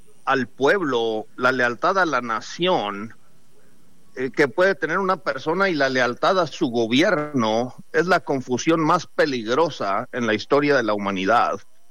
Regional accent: Chihuahua, Mexico; born there; Pero yo nací en Chihuahua y mis padres nacieron en Chihuahua

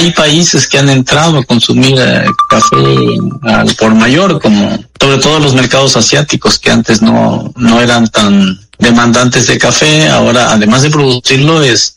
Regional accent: Mexico; Algo así como que cada mexicano nos tomamos 1.5 kilos

